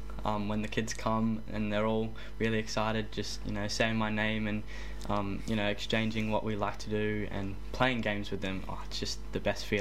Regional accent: Brisbane, Queensland, Australia; Yeah, we're up here from Brisbane to do some service up at Thursday Island.

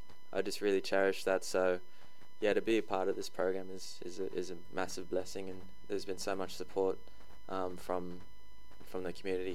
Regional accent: Brisbane, Queensland, Australia; moved away as an adult; now in Thursday Island, Australia; yeah, I was born here in the Torres Straits and on Thursday Island, and I grew up a lot in Brisbane, but I would always maintain connection back up here and flying like every school holidays, and then I decided to move back properly 2 years ago

